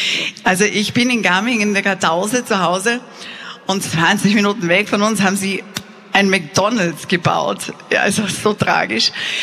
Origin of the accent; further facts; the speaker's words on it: Austria; Ja, ja, ja, wir sind Österreicher, natürlich haben wir Englisch gelernt.